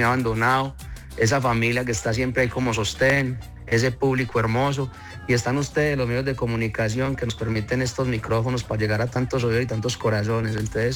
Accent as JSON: {"language": "Spanish", "town": "San Carlos", "country": "Colombia", "tie": "born or raised there", "said": "Y mi mamá me manda a presentarme un festival de la canción allá en San Carlos, en mi tierra natal."}